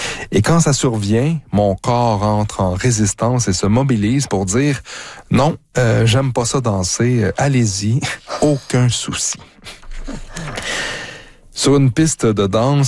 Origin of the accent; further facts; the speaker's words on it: Quebec, Canada; Faut dire que j'ai grandi dans le Québec des années 80 et en tant que garçon, danser c'était pour les efféminés